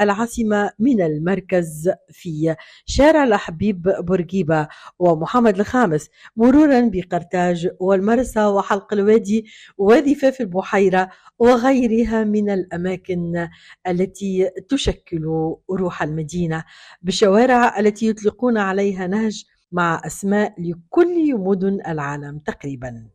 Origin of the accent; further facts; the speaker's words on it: Iraq; لكن المأزق بالنسبة لنا كعراقيين يظهر في المطبخ التونسي